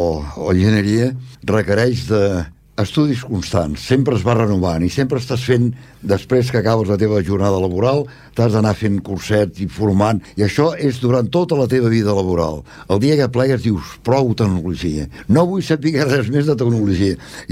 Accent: L'Hospitalet de Llobregat, Catalonia, Spain; born there; now in Esplugues de Llobregat, Spain; Jo vaig néixer al barri de la Torrassa de l'Hospitalet de Llobregat, el 6 del 3 del 33. Vaig néixer a la Torrassa, sóc enginyer industrial i resideixo a Esplugues des de l'any 1967.

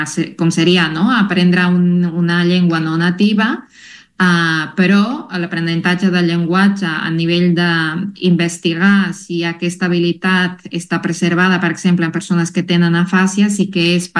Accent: La Paz, Bolivia; first language Spanish; Catalan is a second language; now in Catalonia, Spain; Les persones més de muntanya, diguem, de la regió on vinc, de La Paz

